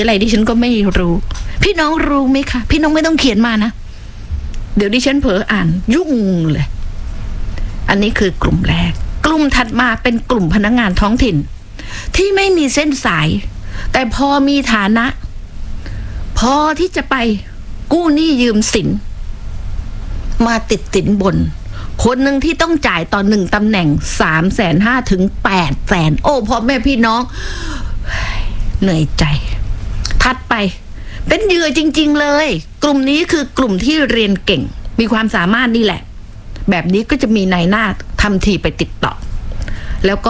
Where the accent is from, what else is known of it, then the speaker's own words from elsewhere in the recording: Phuket, Thailand; ดิฉันได้เกิดมาเป็นคนภูเก็ตโดยกำเนิดนะเกิดถนนดีบุก